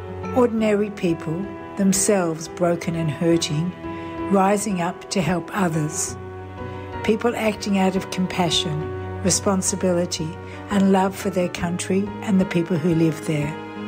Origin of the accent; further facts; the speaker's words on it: Australia; moved away as an adult; also born or lived in Israel; I'm an Australian Israeli. I lived in Israel for 8 years.